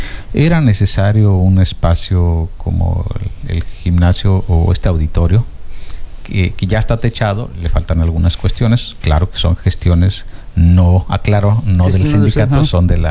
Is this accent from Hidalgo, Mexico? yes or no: yes; Tlanchinol, Hidalgo, Mexico; Yo soy de Tlanchinol.